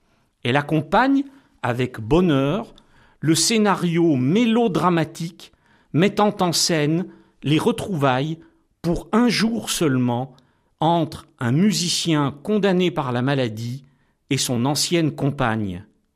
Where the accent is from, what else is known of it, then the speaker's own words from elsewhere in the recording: France; en tant que Français